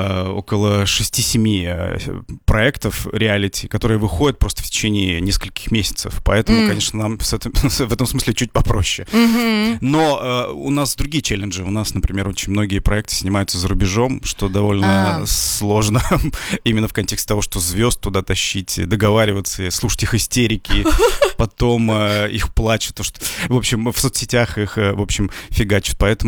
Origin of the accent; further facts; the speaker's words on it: Kudymkar, Perm Krai, Russia; moved away; я из Кудымкара. Вот, собственно, они наш как бы говор пародировали, когда выступали.